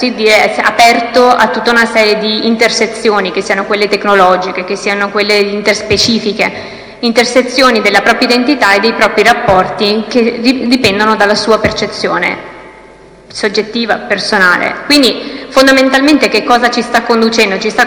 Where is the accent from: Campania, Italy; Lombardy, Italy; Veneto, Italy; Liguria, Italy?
Veneto, Italy; Ricordo da Veneta la battaglia di Futuro Nazionale proprio in Veneto